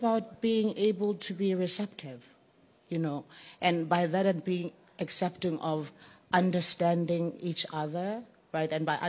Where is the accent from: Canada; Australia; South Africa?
South Africa; as a South African